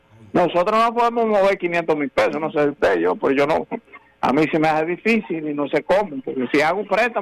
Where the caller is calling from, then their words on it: Dominican Republic